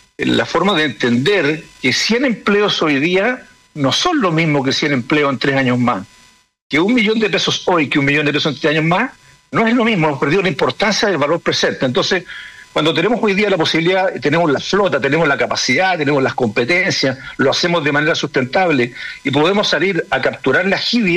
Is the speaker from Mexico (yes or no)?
no; Chile